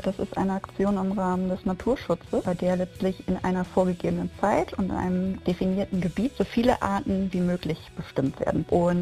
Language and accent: German; Schleswig-Holstein, Germany; moved away as an adult; now in Koblenz, Germany; ich bin gebürtige Schleswig-Holsteinerin